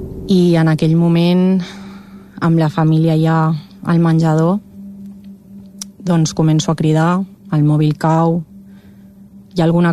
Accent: Catalonia, Spain; perquè tots som del Vallès

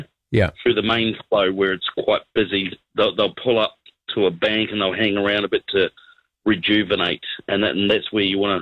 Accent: New Zealand; born or raised there

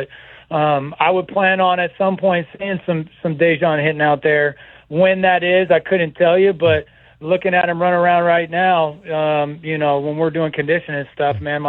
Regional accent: San Joaquin Valley, California, United States; born there; also born or lived in Bakersfield, California / Coalinga, California; I'm a Valley guy. I was born in Bakersfield.

